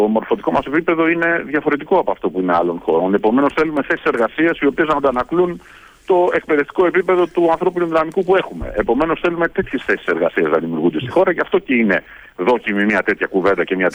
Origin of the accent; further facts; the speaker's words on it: Greece; επειδή είμαστε Έλληνες